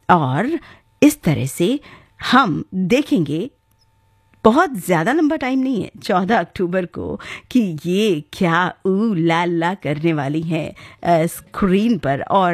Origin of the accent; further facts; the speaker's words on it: Delhi, India; कि बॉम्बे तो मेरा शहर नहीं है, दिल्ली है